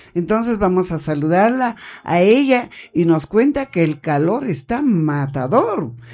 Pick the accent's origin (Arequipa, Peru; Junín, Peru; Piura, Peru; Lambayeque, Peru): Junín, Peru; San Agustín de Cajas; ayer estuve en la fiesta patronal de mi tierra querida, San Agustín de Cajas